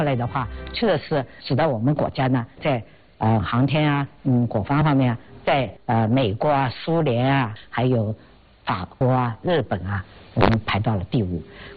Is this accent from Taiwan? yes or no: no; China; 我们中国人真的站起来了